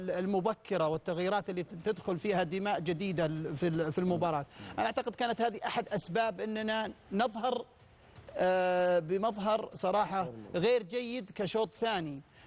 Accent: Saudi Arabia

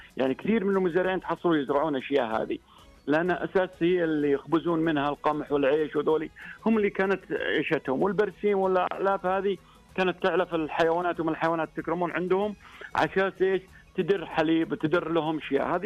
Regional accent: Saudi Arabia; فالآن نهضة كبيرة عندنا في المملكة العربية السعودية

